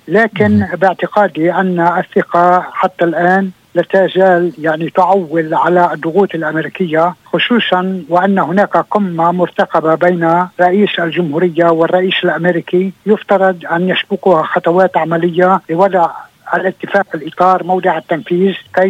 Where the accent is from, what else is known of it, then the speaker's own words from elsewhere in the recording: Lebanon; كلبنانيين